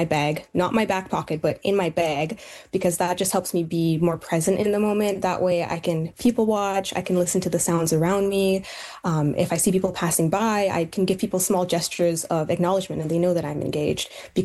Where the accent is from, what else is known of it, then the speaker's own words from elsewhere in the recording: Richmond, British Columbia, Canada; But growing up in Richmond City Centre, Richmond is an immigrant city. Richmond City Centre is an immigrant neighborhood.